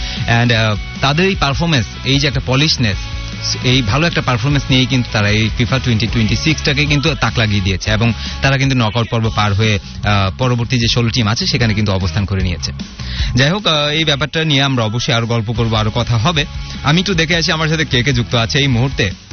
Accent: Bangladesh; আমরা বাংলাদেশি যারা আছি বা এই বাঙালি মানে আমরা জাতীয়তা ভেদে বাঙালি যারা আছি

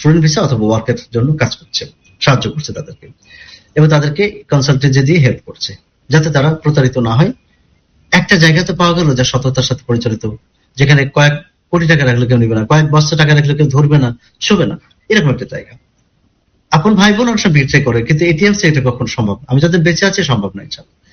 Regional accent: Kushtia, Khulna Division, Bangladesh; আমার বাড়ি যেমন কুষ্টিয়া

